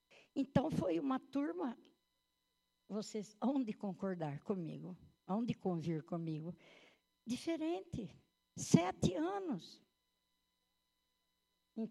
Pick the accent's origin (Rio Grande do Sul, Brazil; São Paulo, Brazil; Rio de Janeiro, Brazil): São Paulo, Brazil; Dois Córregos; eu sou natural de Dois Córregos, né?